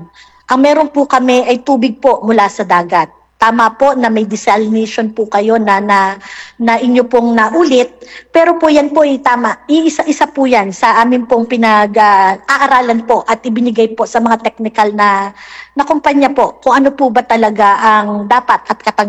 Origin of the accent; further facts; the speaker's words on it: Puerto Galera, Mimaropa, Philippines; sa amin po sa bayan namin